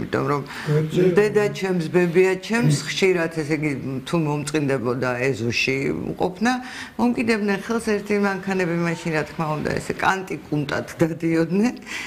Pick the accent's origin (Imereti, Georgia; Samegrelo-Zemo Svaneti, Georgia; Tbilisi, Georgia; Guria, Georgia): Tbilisi, Georgia; ფიქრის გორაზეც მქონდა სახლი